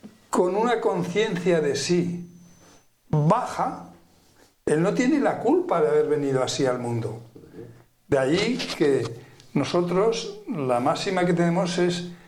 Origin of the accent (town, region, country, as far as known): Aragon, Spain